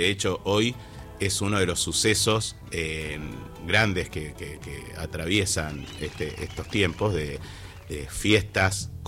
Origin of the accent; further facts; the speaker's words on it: Buenos Aires, Argentina; also born or lived in Tucumán; Yo soy del barrio de Almagro, desde siempre, pero bueno, mis padres son tucumanos y eso me llevó a vivir hasta por lo menos los 20 años, 4 meses en Tucumán